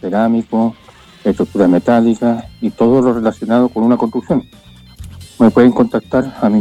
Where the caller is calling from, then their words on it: Chiguayante, Biobío, Chile; de la comuna de Chiguayante.